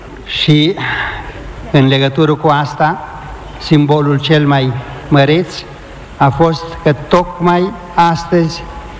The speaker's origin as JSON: {"language": "Romanian", "town": "Mihăileni", "country": "Moldova", "tie": "born there", "also_born_or_lived": "South America / Japan", "moved": "yes", "said": "Eu însumi sunt de la Mihăileni, din județul Bălți, adică din hotarul țării de sus."}